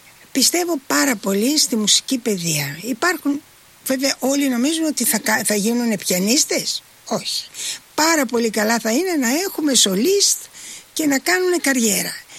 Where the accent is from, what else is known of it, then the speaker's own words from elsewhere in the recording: Chalandri, Attica, Greece; moved away; also born or lived in Paris; γεννήθηκα στο Εθνικό Οδείο Χαλανδρίου μέσα, γιατί η μαμά μου, η μητέρα μου το ίδρυσε το 1942 μαζί με τον δάσκαλό της, τον Μανώλη Καλομύρη.